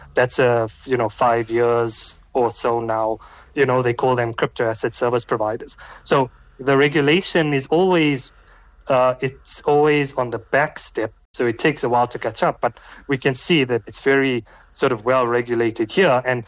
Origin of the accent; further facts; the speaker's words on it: South Africa; as a South African citizen